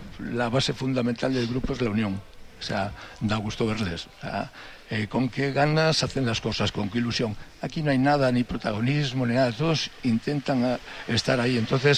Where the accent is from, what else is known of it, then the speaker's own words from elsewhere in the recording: Cantabria, Spain; Y la que tenemos que sentir orgullosos como cántabros de la celebración de esta fiesta.